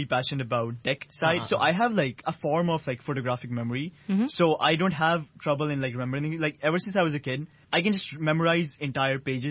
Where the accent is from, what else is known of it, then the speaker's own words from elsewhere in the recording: Karachi, Sindh, Pakistan; moved away as an adult; now in Hong Kong; And I'm from Pakistan. I grew up in Pakistan, and I'm from Karachi, which is the biggest city, but not the capital. It's towards the south.